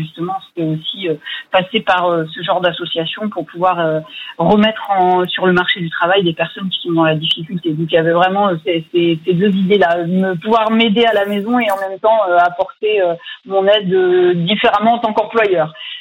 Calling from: Soissons, Hauts-de-France, France; De Soissons, dans l'Aisne.

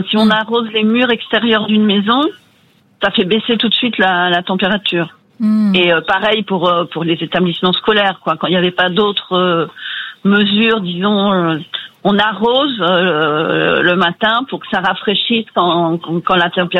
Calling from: Seville, Andalusia, Spain; je suis à Séville en Andalousie. Donc, dans le sud de l'Espagne.

